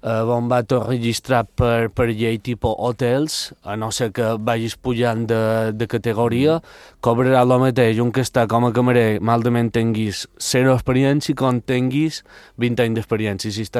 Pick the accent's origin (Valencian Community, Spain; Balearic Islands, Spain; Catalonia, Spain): Balearic Islands, Spain; moved away as an adult; now in Rome, Italy; Sí, jo xerri italià, no t'he dit perfecte, però molta gent, ostres, i de què part d'italiana? No, jo soc mallorquí